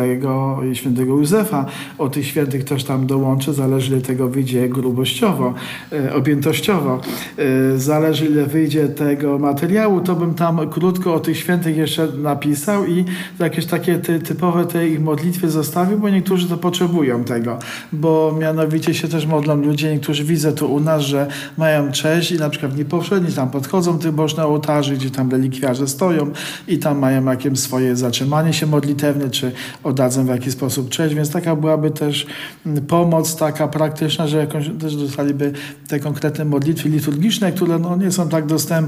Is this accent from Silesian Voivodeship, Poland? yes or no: no; Tarnów, Lesser Poland, Poland; akurat pochodzę z Tarnowa, z parafii katedralnej.